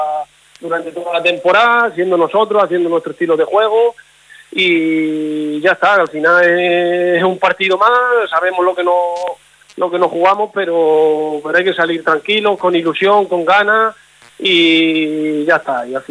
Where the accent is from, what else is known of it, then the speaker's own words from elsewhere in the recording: Quintana de la Serena, Extremadura, Spain; born there; al final el pueblo te tira mucho, y decidí volver a mi pueblo